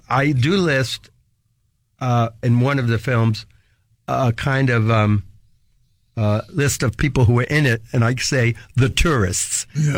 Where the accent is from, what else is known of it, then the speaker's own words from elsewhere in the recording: New York City, New York, United States; Ever since I was very young, growing up in Brooklyn, New York, with no real experience of Asia, I was fascinated by Asia, by Japan, by China.